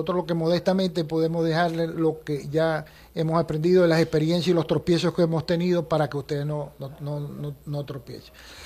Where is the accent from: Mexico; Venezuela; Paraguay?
Venezuela; Eso somos nosotros los venezolanos persistentes